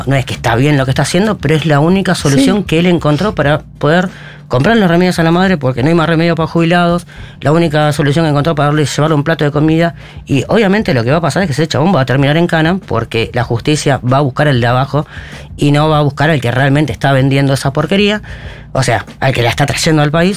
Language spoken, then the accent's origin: Spanish; La Matanza, Buenos Aires Province, Argentina; Bueno, yo vengo de Matanza